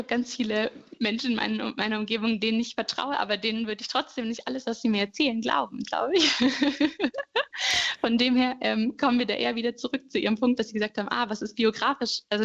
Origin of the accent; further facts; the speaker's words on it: Stuttgart, Baden-Württemberg, Germany; now in Erfurt, Germany; Also ich komme aus Stuttgart, und als ich nach Erfurt gezogen bin